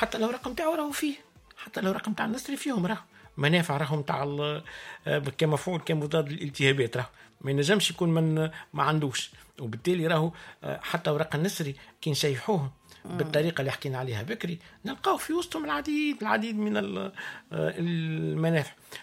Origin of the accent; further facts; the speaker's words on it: Sahel, Tunisia; كما نقولوا احنا عندنا في الساحل